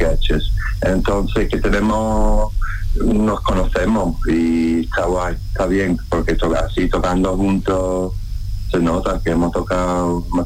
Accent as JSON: {"language": "Spanish", "region": "Scotland", "country": "United Kingdom", "second_language": "Spanish", "moved": "as an adult", "lives_now": "Spain", "said": "yo soy escocés, yo soy de Escocia."}